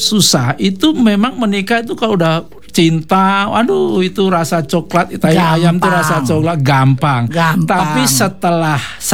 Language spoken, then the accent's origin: Indonesian; Java, Indonesia; karena saya Jawa